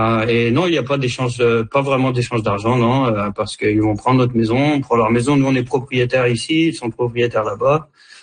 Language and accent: French; Canada; J'ai dit, OK, on est Canadien, on vient habiter en France pendant un an.